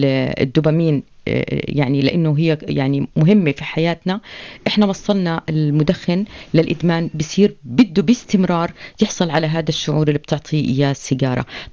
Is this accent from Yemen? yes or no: no; Jordan; عندنا بالأردن